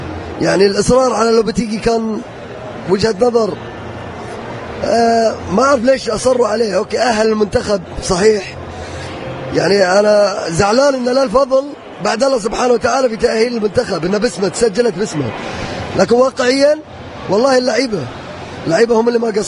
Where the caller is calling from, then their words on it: Qatar